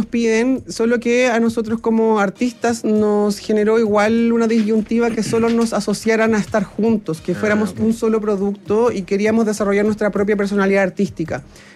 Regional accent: Cauquenes, Maule, Chile; born there; moved away as an adult; also born or lived in San Carlos, Ñuble, Chile; now in Santiago, Chile; Y luego me voy a Cauquenes a los 10 años.

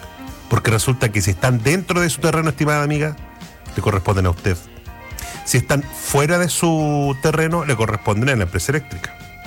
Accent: Magallanes and Chilean Antarctica, Chile; Yo sé que soy magallánica, con marido victoriense.

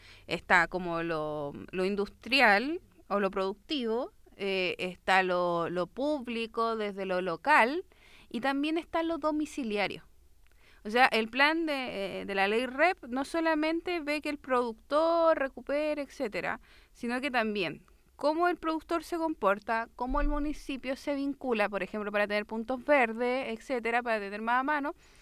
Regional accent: San Bernardo, Santiago Metropolitan Region, Chile; que yo soy de allá, tú sabes que yo soy vecina de San Bernardo.

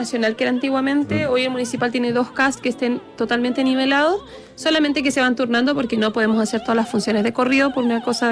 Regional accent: Guayacán, Coquimbo, Chile; yo soy de Guayacán, de Tierras Blancas, en la región de Coquimbo, y estoy cantando este arte

